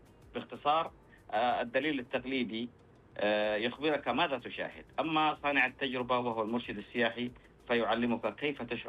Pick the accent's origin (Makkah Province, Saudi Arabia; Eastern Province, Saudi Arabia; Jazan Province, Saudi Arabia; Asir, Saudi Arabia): Jazan Province, Saudi Arabia; Jazan; في القرية التراثية عندنا في جازان